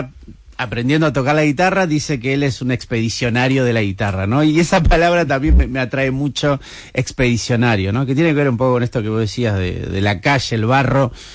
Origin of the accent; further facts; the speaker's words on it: Corrientes, Argentina; born there; moved away; Yo soy de Corrientes, me crié solo con mi vieja, entonces de algún modo esa deriva o esas peripecias siguiendo a mi vieja en distintos lugares